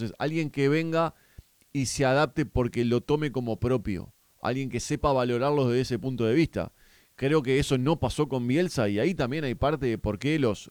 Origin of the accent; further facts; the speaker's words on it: San José, Uruguay; de San José, técnico para la selección.